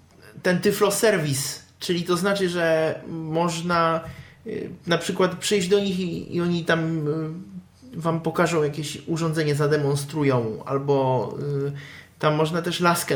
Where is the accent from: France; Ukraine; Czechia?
Czechia; Prague; u nas w Czechach.